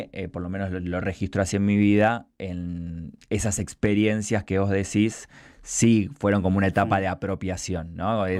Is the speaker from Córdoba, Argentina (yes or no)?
no; Buenos Aires, Argentina; Sí. Soy de acá de Capital.